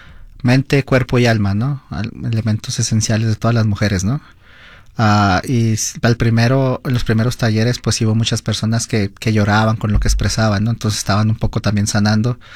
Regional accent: Mexico; now in Utah, United States; yo soy mexicano

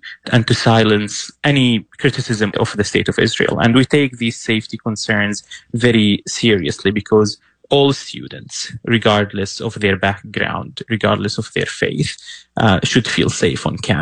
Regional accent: Syria; moved away as an adult; also born or lived in Lebanon; now in United States; I was born and raised in Syria. For 18 years, I lived there.

